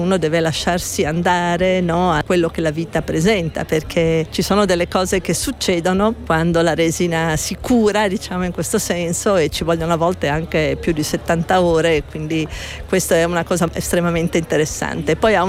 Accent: Gorizia, Friuli-Venezia Giulia, Italy; also born or lived in Brazil / Turin; io sono partita appunto da Gorizia, poi sono stata nella mia infanzia per una questione familiare in Brasile e poi mi sono laureata in informatica a Torino.

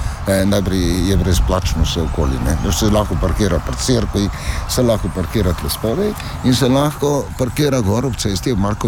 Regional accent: Slovenian Littoral, Slovenia; Primorci smo sprivilegirani tukaj

